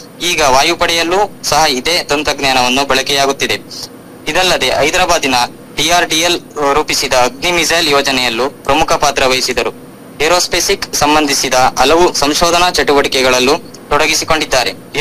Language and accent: Kannada; Tarikere, Karnataka, India; ನಮ್ದು ಇಲ್ಲೇ ತರೀಕೆರೆ